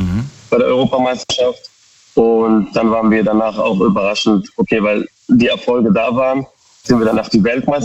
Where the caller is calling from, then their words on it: Koblenz, Rhineland-Palatinate, Germany; Aktuell bin ich auf der Rückfahrt von Pforzheim und wir kommen aus Koblenz.